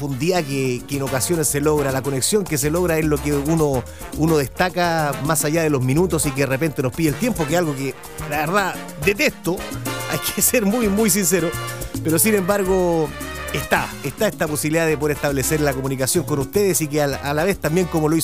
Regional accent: Hualpén, Biobío, Chile; moved away; en mi tierra natal, en Hualpén

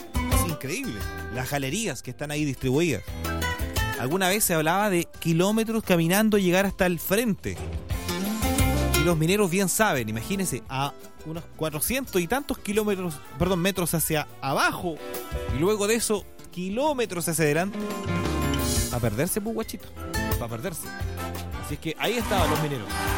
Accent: Chile

